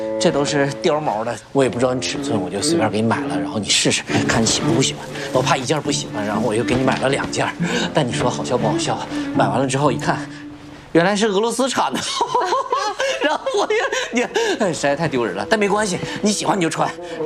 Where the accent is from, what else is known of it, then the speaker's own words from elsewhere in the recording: Beijing, China; 这个用我们北京话说，那就是一个盖了帽了